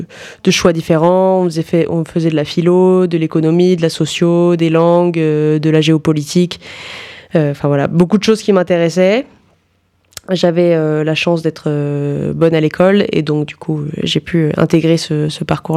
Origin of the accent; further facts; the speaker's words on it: Lyon, Auvergne-Rhône-Alpes, France; also born or lived in Toulon; Et j'ai été à Lyon à partir de mes 3 ans